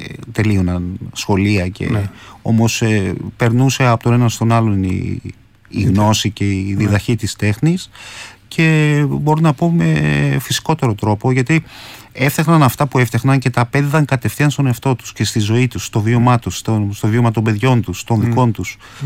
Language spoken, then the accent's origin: Greek; Tinos, South Aegean, Greece; born or raised there; also born or lived in Athens